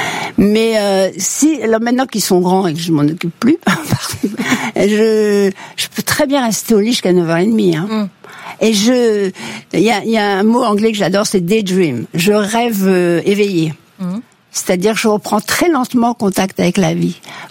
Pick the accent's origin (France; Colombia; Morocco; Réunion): Morocco; Casablanca, Casablanca-Settat; moved away; Et moi, je suis née au Maroc, vous savez.